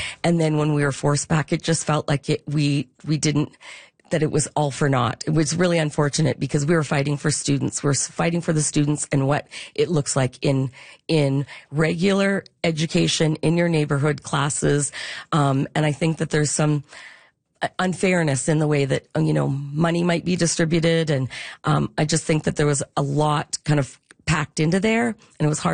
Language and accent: English; Saskatchewan, Canada; now in Calgary, Canada; I'm from Saskatchewan where it was even worse weather.